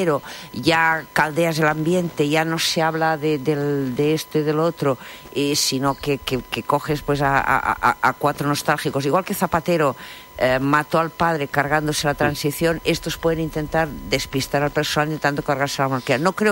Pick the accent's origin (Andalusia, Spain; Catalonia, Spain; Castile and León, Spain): Catalonia, Spain; recuérdese que soy catalana